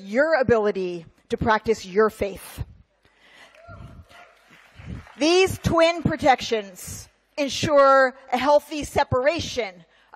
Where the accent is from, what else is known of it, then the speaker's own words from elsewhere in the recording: United States; As American Jews, we have been grateful to live in a country that has recognized and safeguarded our religion and all other religions as legitimate expressions of faith.